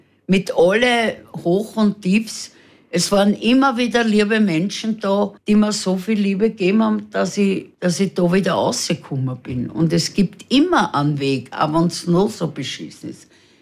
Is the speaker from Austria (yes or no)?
yes; Vienna, Austria; dazu musst geboren werden mit einer jüdischen Mama im zweiten Bezirk und aufgewachsen sein bei Waren aller Art.